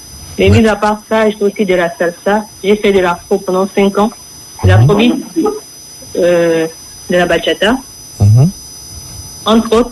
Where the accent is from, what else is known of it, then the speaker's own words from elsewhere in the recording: Gabon; now in Togo; je viens du Gabon de base. J'étais d'abord au Gabon avant d'aller au Togo. Ce qui fait que, bon, déjà au Gabon, on connaît à peu près le son.